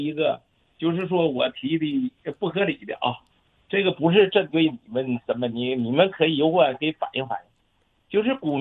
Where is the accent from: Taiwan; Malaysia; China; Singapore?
China; Northeast China; 我炒股票30多年了，而且我是东北人